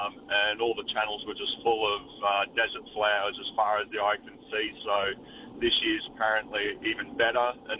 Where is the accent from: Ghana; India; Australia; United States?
Australia; Gulls Creek; Hey, I'm from Gulls Creek, Sheridan.